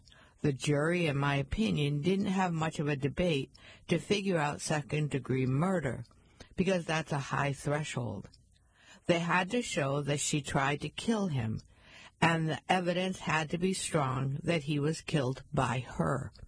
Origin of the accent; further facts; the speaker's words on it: Brockton, Massachusetts, United States; also born or lived in South Shore / Boston; growing up around this area, being born and raised in Brockton and living on the South Shore and in Boston